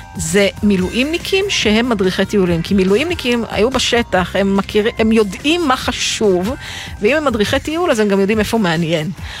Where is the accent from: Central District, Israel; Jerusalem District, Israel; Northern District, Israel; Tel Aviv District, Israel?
Northern District, Israel; Jezreel Valley; כבת עמק, אני מעמק ישראל במקום, הדבר הזה שאת גרה גם בקו האחרון של הבתים לפני החורש